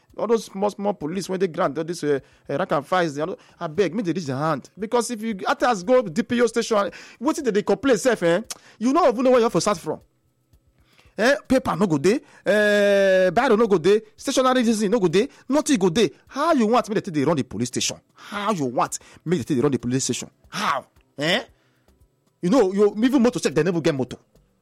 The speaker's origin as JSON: {"language": "English", "country": "Nigeria"}